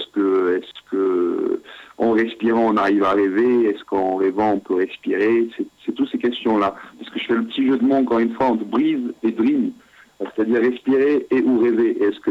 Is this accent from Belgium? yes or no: no; Glasgow, Scotland, United Kingdom; On a un point commun parce que je suis de Glasgow et je suis supporter de Glasgow Celtic.